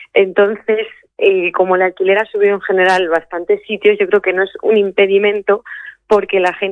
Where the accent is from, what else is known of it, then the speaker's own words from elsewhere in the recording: Ávila, Castile and León, Spain; now in Salamanca, Spain; en Ávila, que es de donde yo soy.